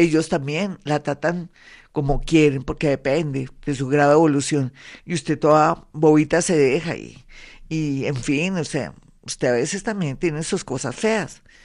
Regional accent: Colombia; como somos los colombianos, la berraquera. Es que nosotros, los colombianos

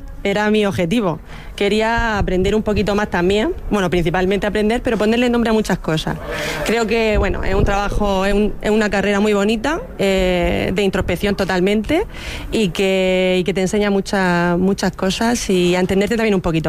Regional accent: Cartagena, Region of Murcia, Spain; tengo 35 años, soy más de Cartagena que el asiático, o sea, soy de aquí total.

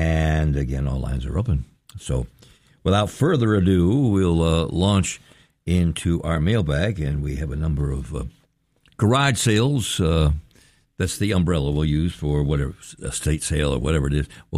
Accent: Michigan, United States; Never sure, because I'm from Michigan. See, so I have no Scandinavian background in my blood at all.

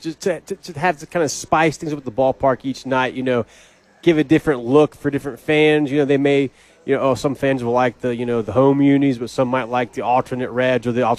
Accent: South Carolina, United States; now in Albuquerque, United States; I'm from South Carolina, and Boone is in North Carolina, about 3 hours away.

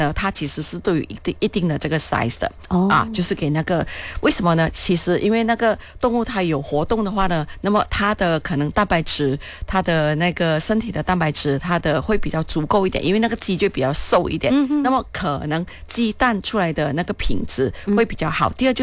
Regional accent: Malaysia; 我们马来西亚人

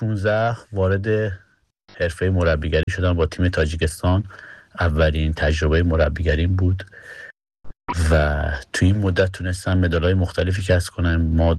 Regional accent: Tehran, Tehran Province, Iran; moved away as an adult; also born or lived in Tajikistan; now in Germany; من متولد 1981 در کشور ایران، در شهر تهران و جنوب تهران شهر ری هستم.

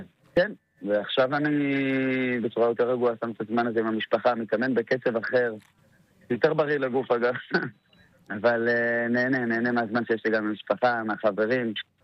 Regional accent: Netanya, Central District, Israel; נתניה בשבילי זה ללכת למורי בשכונה בתור ילד קטן

